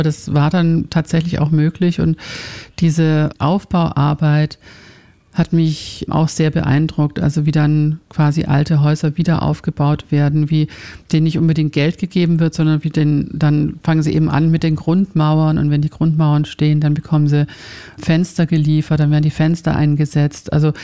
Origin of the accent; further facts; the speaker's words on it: Finland; moved away; ich komme ja ursprünglich aus Finnland.